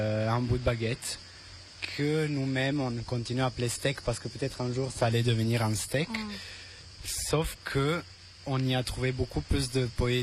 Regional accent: Italy; moved away; Alors moi je suis italien

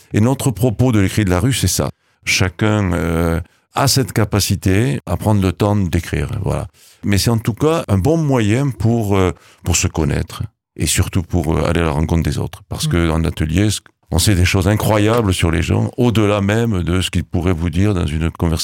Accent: Occitanie, France; Ah oui, parce que on est du Volvestre.

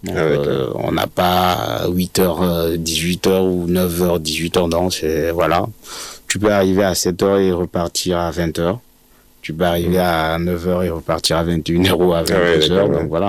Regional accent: Togo; moved away as an adult; rentrer chez moi au Togo

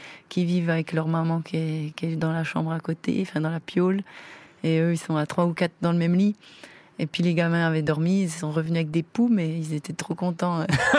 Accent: France; on a de vivre chez nous en France.

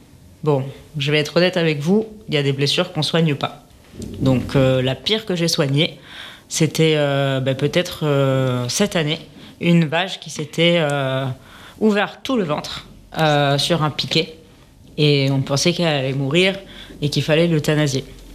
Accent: London, United Kingdom; Et j'ai grandi à Londres dans une grande ville.

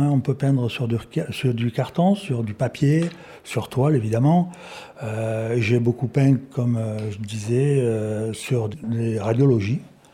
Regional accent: Nice, Provence-Alpes-Côte d'Azur, France; moved away; moi, je suis originaire, je suis niçois, on va dire.

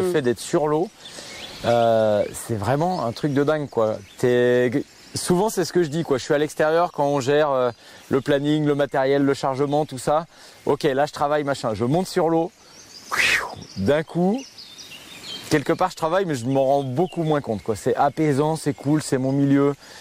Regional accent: Nouvelle-Aquitaine, France; moved away as an adult; now in Argelès-Gazost, France; j'ai grandi à côté de La Rochelle, quoi. Et quand je suis arrivé dans les Pyrénées

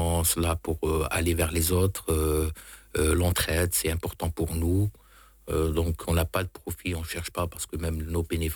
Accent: Algeria; moved away as an adult; now in France; Non, moi, je suis algérien.

